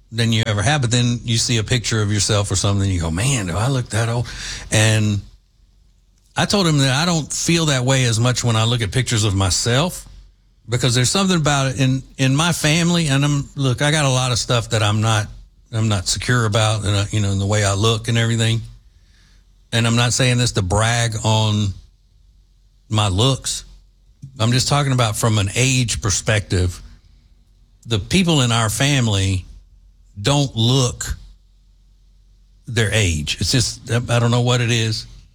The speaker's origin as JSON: {"language": "English", "region": "Louisiana", "country": "United States", "tie": "born or raised there", "said": "even though I grew up in Central Louisiana"}